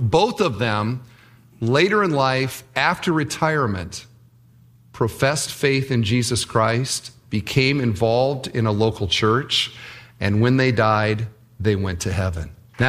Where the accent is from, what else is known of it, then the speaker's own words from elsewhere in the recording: Cedar Falls, Iowa, United States; I grew up in Iowa. I grew up in Cedar Falls, Iowa, not a big city by any means. Grew up just outside of town.